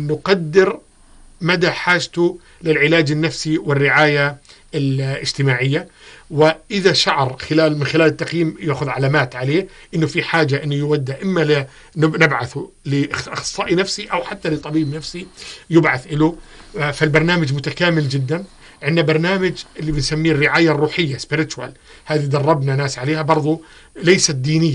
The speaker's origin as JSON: {"language": "Arabic", "country": "Jordan", "said": "عندنا بالأردن"}